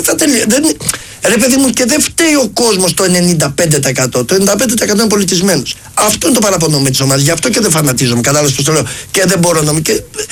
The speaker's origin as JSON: {"language": "Greek", "town": "Kyllini", "region": "Western Greece", "country": "Greece", "said": "Από την Αμαλιάδα. Βασικά με την Κυλίνη. Ψαροχώρη της Κυλίνης."}